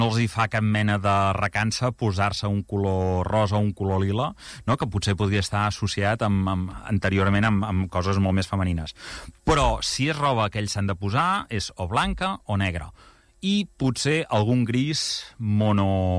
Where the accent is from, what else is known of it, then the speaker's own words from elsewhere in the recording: Igualada, Catalonia, Spain; jo sóc d'Igualada